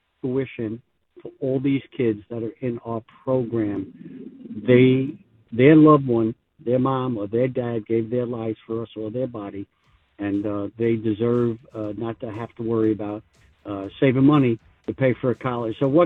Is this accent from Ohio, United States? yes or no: no; New York City, New York, United States; my brother Stephen's hometown, my hometown, Staten Island, New York. Just in case people can't recognize my accent